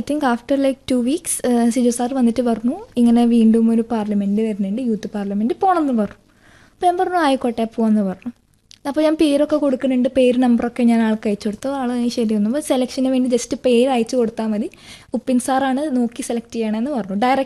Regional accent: Kerala, India; ഞാൻ പറഞ്ഞു, ഞാൻ മലയാളിയാണ്, കണ്ടാൽ തോന്നിട്ടുണ്ടെങ്കിൽ എനിക്ക് ഹിന്ദി അറിയാം.

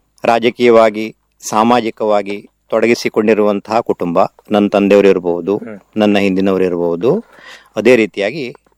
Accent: Malavalli, Karnataka, India; ತಾಲೂಕಾ ಕೇಂದ್ರದಿಂದ ಅತಿ ದೂರದಲ್ಲಿರುವಂತಹ ಅಂದರೆ ಸುಮಾರು ಒಂದು 35-36 ಕಿಲೋಮೀಟರ್ ದೂರದ ನಮ್ಮೂರು, ಸಮೀಪದಲ್ಲಿಯೇ ಕೈಗಾ ಅಂತೊಂದಿದೆ, ಕೈಗಾ ಅಣುಸ್ತಾವರ.

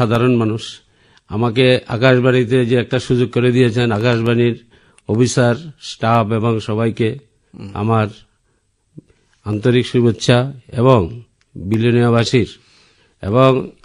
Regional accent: Muripur, Tripura, India; born there; now in Belonia, India; আমার জন্ম হয়েছে মুড়িপুর, ঠিক আরব যেটাকে বলে দক্ষিণ মুড়িপুর

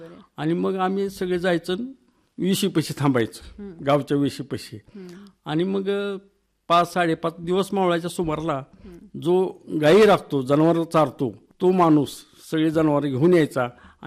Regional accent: Shindala, Maharashtra, India; also born or lived in Wadgaon Siddheshwar, Dharashiv / Belkund; माझी मावशी ही औसा तालुक्याची शिंदळा म्हणून गाव आहे, त्या गावामध्ये माझं लहानपण गेलं. मी तिथं 4th पर्यंत शाळा होती. शिंदळाला मी 4th पर्यंत शिकलो आणि 5वी व 6वी बेलकुंडला शिकलो.

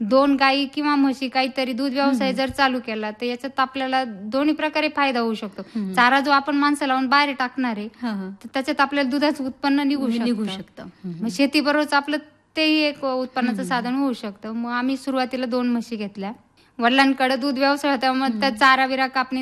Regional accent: Pohegaon, Maharashtra, India; moved away as an adult; now in Bhagur, India; माझं माहेरचं गाव पोहेगाव, कोपरगाव तालुका, आणि 2000 मध्ये लग्नानंतर आता भगूर.

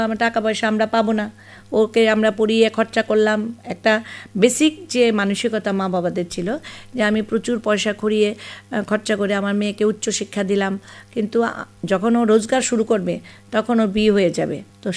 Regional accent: Tripura, India; আমাদের ত্রিপুরা রাজ্যে

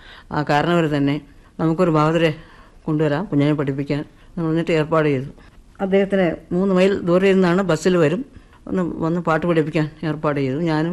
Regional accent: Elavannur, Kerala, India; also born or lived in Parassala; അപ്പൊ ഞാൻ ജനിച്ചത് പാറശാലയാണ്. അച്ഛൻ സ്കൂൾ ടീച്ചറായിരുന്നു. അച്ഛന് പ്രൊമോഷനായിട്ട് അടൂറിൻ്റെ അടുത്ത് ഒരു നാട്ടിൻപുറം ഇളവണ്ണൂർ എന്നുള്ള സ്ഥലത്ത് ഒരു പ്രൈമറി സ്കൂൾ ഹെഡ് മാസ്റ്ററായിട്ട് പ്രൊമോഷൻ കിട്ടി.

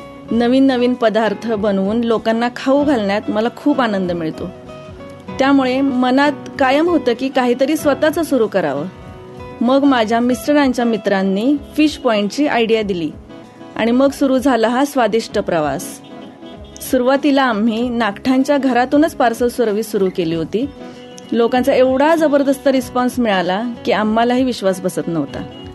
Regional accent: Maharashtra, India; हो, कारण मी कोकणातलीच आहे. तिथले मसाले, तिथली पद्धत सगळं इथं तसंच आणलंय.

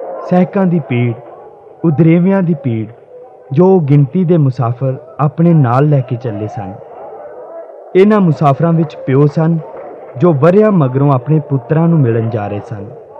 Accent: Rawalpindi, Punjab, Pakistan; ਮੈਂ ਆਪਣੇ ਸੁਪਨਿਆਂ ਦਾ ਸ਼ਹਿਰ ਵੇਖਣ ਚੱਲਿਆ, ਰਾਵਲਪਿੰਡੀ, ਜਿੱਥੇ ਮੈਂ ਜੰਮਿਆ ਸਾਂ, ਜਿਸ ਦੀਆਂ ਗਲੀਆਂ ਬਾਜ਼ਾਰਾਂ ਵਿੱਚ ਮੇਰਾ ਬਚਪਨ ਅਤੇ ਲੜਕਪਨ ਬੀਤਿਆ।

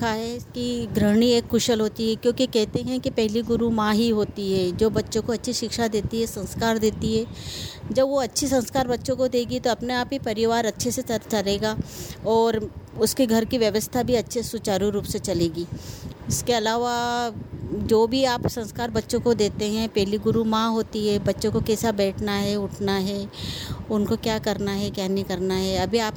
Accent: Jhalawar, Rajasthan, India; मैं झालावाड़ की रहने वाली हूँ और एक गृहिणी हूँ

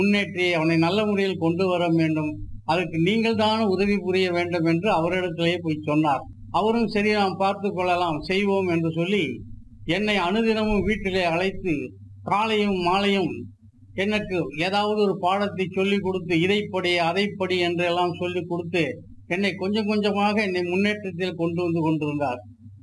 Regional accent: Erode, Tamil Nadu, India; born or raised there

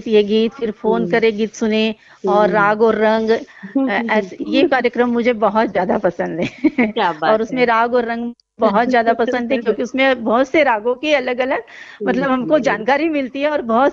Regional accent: Khandwa, Madhya Pradesh, India; also born or lived in Ujjain; मेरा जन्म महाकाल की नगरी उज्जैन में हुआ था और मेरा बचपन यही खंडवा में ही बीता है और मेरा शैक्षणिक सफर भी पूरा खंडवा था कि मेरा विवाह भी खंडवा में ही हुआ है।

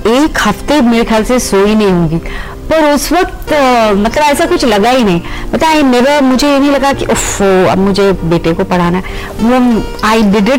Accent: Dehradun, Uttarakhand, India; born there; also born or lived in Delhi; लेकिन क्योंकि मेरी पैदाइश देहरादून में हुई है तो मेरा अभी भी मानना है कि दुनिया का सबसे खूबसूरत शहर देहरादून है, मेरा बर्थ टाउन, और जाहिर है, और मैं दिल्ली में भी काफी साल रही

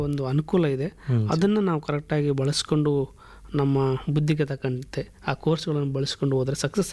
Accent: Raichur, Karnataka, India

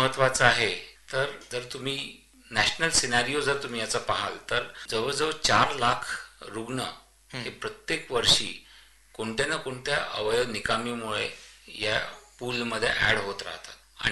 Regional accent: Amravati, Maharashtra, India; मी अमरावतीचा आहे

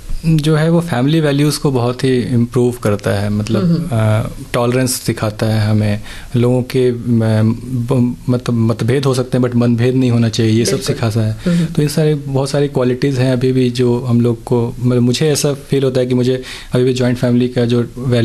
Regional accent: Katras, Jharkhand, India; moved away as an adult; also born or lived in Dhanbad; now in Ranchi, India; मैं धनबाद का रहने वाला हूँ। धनबाद में एक छोटा सा टाउन है कतरास। मेरा बचपन वहीं बीता है, मेरी 10th तक की पढ़ाई वहीं पे हुई है और फिर 11th-12th मेरी धनबाद में हुई है।

